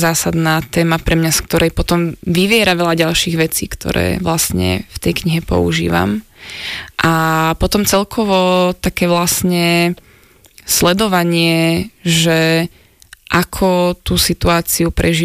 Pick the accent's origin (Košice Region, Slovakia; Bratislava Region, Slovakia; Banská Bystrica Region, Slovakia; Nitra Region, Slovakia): Banská Bystrica Region, Slovakia; Rimavská Sobota; No a ja teda pochádzam z Rimavskej Soboty